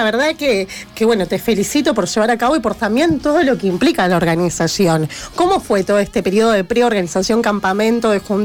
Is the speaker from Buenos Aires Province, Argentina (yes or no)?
no; Rufino, Santa Fe, Argentina; born there; now in Rosario, Argentina; Estamos, dijo la que había nacido en Rufino, pero bueno, yo soy rosarina por adopción